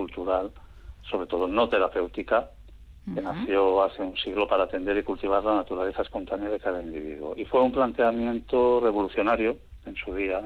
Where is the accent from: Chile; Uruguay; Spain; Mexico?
Spain; Bermeo, Basque Country; also born or lived in Barcelona; estos proyectos que me llevaron aquí a mi tierra, a Bermeo principalmente, donde fui a parar después de marchar de Barcelona.